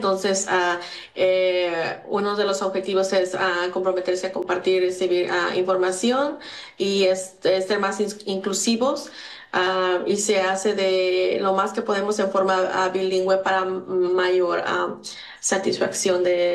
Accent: Oaxaca, Mexico; moved away as an adult; also born or lived in Mexico City; now in United States; Nací en la Ciudad de México, después cuando era pequeña me moví, mi madre se movió a la Ciudad de Oaxaca y ahí crecí con raíces. Pues me siento muy, muy oaxaqueña.

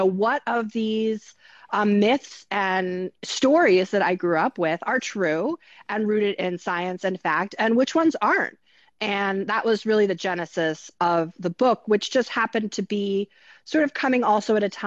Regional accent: New York, United States; where I grew up in New York.

